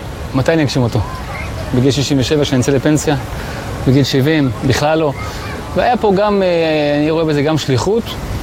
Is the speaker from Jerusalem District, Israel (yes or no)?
no; Nahariya, Northern District, Israel; אני גדלתי בנהריה, ההורים שלי גדלו בנהריה, זה מה שאני מכיר.